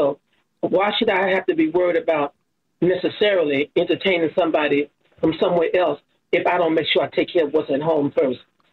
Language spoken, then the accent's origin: English; Mississippi, United States; Then my grandfather and my grandparents, they had in the South, because I'm from Mississippi, they had big homes back in the 50s.